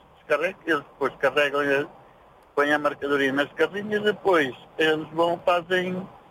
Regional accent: Mozambique; born there; also born or lived in Montepuez, Mozambique / Maputo, Mozambique; Sou moçambicano.

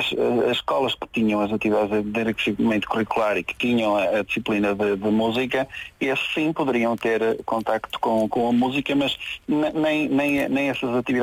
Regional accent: Cujó, Viseu, Portugal; now in Vila Nova de Gaia, Portugal; Eu sou natural de uma aldeia próxima de Castro Baio, Cujó, Castro Baio, mas vivo em Vila Nova de Gaia desde 2011.

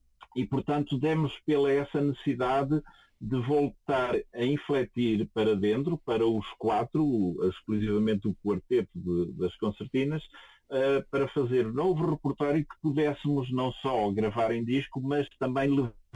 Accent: Portugal; sendo nós portugueses

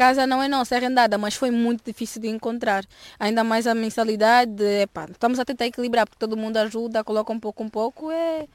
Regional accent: Luanda, Angola; now in Porto, Portugal; Aqui eu gosto do Porto, só que não é a mesma coisa, porque eu saí de Luanda e lá o nosso clima é muito diferente, comparando aqui.

